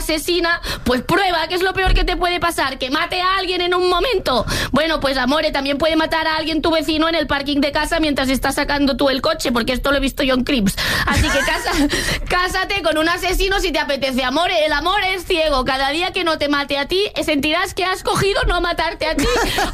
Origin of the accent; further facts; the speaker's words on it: Andalusia, Spain; Aquí sí que soy andaluza.